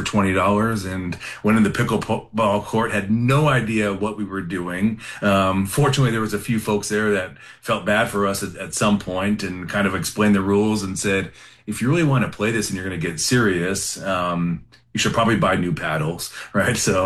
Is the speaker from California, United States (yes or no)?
yes; California, United States; now in Camp Hill, United States; I'm from Southern California